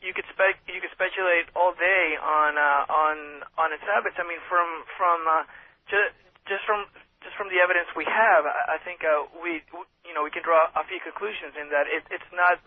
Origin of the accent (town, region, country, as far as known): Ponce, Puerto Rico